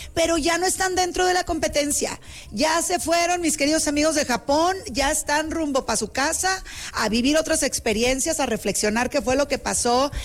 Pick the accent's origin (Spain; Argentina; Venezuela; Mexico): Mexico; siendo mexicanos que abrazan otros mexicanos que me están representando